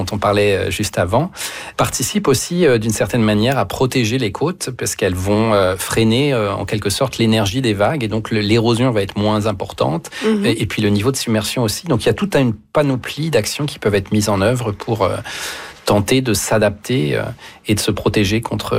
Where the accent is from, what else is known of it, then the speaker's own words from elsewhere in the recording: Hauts-de-France, France; Moi, j'ai grandi dans le au nord de Paris, mais c'est en Picardie, en fait. C'est une région